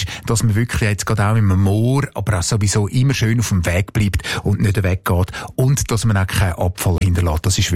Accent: Switzerland; da gibt es ja ganz viele verschiedene Moore umeinander bei uns in der Schweiz

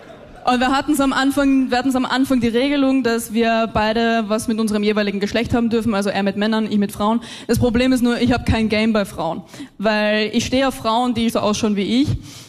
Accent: Austria; Ja, Leute, ich komme aus Österreich, manche Dinge stimmen.

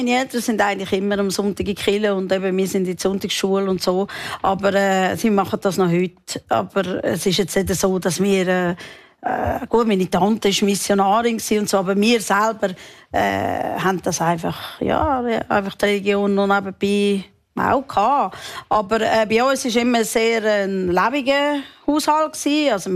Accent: Meilen, Zurich, Switzerland; Wir sind nicht direkt am See aufgewachsen.

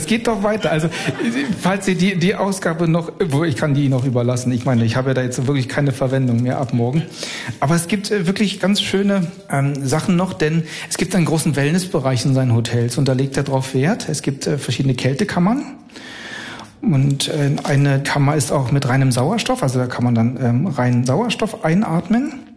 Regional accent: Northern Germany, Germany; Ich komme ja aus dem Norden

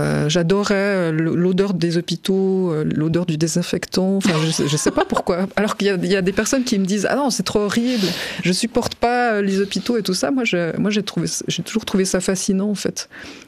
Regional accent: Corsier-sur-Vevey, Vaud, Switzerland; Je suis née à Vevey, j'ai grandi à Corsier, donc juste à côté.

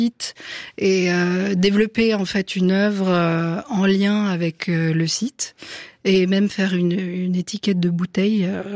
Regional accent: Switzerland; Donc moi j'étais l'année des Suisses.

